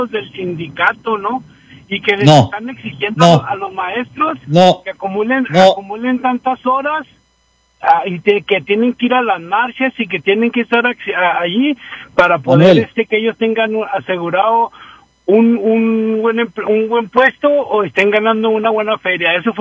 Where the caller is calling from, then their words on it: Mexico; como mexicanos